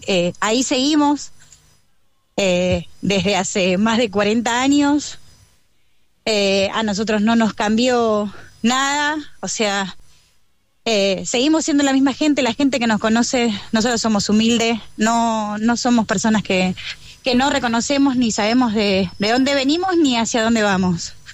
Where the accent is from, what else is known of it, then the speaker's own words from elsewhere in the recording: Paraguay; No, nosotros somos paraguayos. Mi mamá le inculcó siempre todo lo que es las raíces.